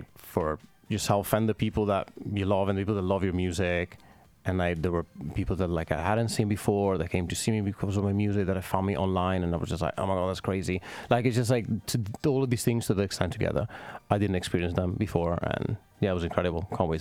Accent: Italy; now in London, United Kingdom; growing up in Italy.

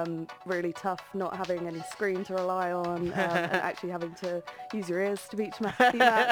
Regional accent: Devon, South West England, United Kingdom; moved away as an adult; now in London, United Kingdom; So I'm originally from Devon, moved to London just after lockdown

